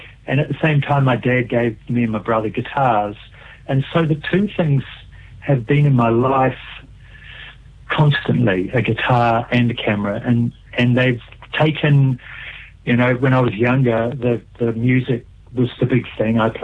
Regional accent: Waimate, Canterbury, New Zealand; now in Auckland, New Zealand; I'm from Waimate, just south of Timaru, and I grew up there. I'm up in Auckland now.

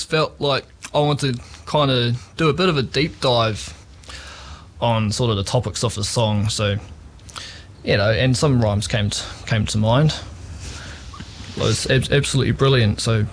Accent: New Plymouth, Taranaki, New Zealand; I grew up here in New Plymouth. Have lived in many places around the place, many suburbs. I'm currently based out in Arukura

